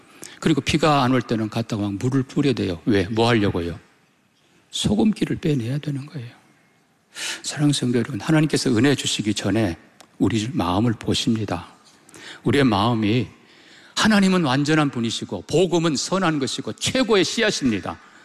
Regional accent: South Jeolla, South Korea; 제 고향 가까운 곳에 여러분 아실 겁니다. 해창만

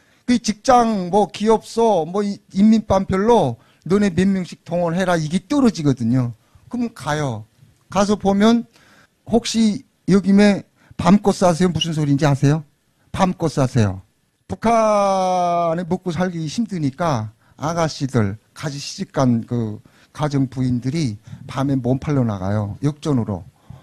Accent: North Korea; now in South Korea; 제가 우리 탈북자들이 한국에 와서 제일 먼저 듣는 소리가 사랑이거든요.

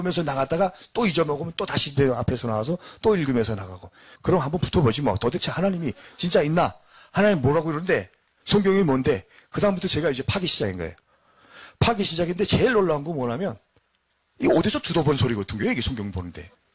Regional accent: North Korea; now in South Korea

